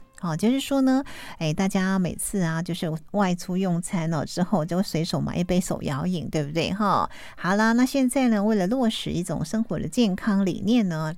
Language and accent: Chinese; Taitung County, Taiwan